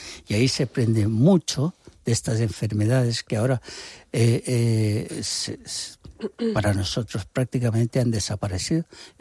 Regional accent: Ecuador; moved away; yo soy ecuatoriano. Y entonces he conocido todo este mundo desde pequeño.

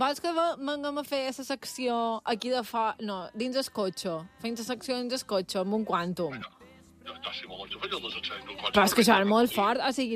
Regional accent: Bunyola, Balearic Islands, Spain; Ja som de Bunyola, no tenim platja.

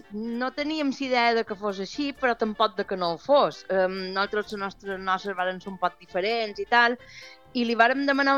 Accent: Mallorca, Balearic Islands, Spain; aquest amic nostre és de Menorca, nosaltres som de Mallorca

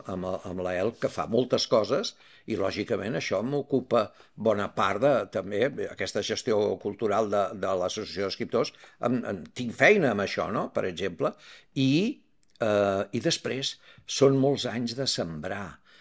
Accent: Barcelona, Catalonia, Spain; now in Ibiza, Spain; Jo ja porto més anys aquí que a Barcelona. Llavors, clar, tinc les arrels a Barcelona i m'estimo a Barcelona.

